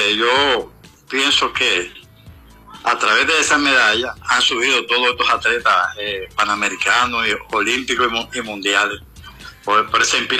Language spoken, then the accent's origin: Spanish; San Pedro de Macorís, Dominican Republic